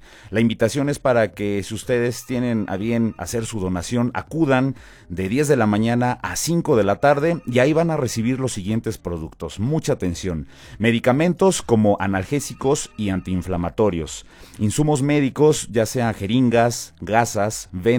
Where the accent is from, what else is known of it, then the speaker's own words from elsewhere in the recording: Mexico; nosotros como mexicanos siempre hemos sido muy unidos.